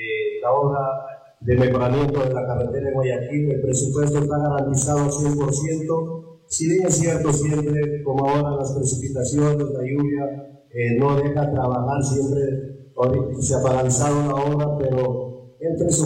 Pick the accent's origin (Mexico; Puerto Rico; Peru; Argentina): Peru; Yo soy de Naranjo Salto